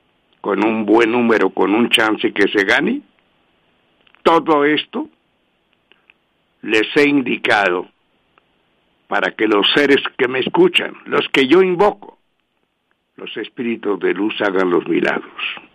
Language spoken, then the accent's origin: Spanish; Colombia